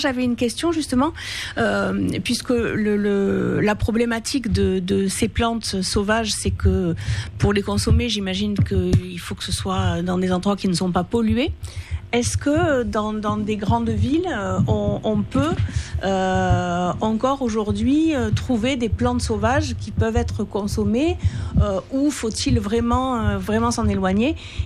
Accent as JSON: {"language": "French", "town": "Toulouse", "region": "Occitanie", "country": "France", "tie": "born or raised there", "said": "je suis une citadine, c'est-à-dire que j'ai grandi à Toulouse."}